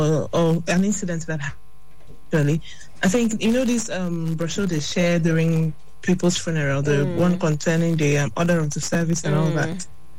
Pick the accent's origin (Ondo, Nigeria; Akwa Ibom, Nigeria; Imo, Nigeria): Imo, Nigeria; moved away; because I'm from Imo State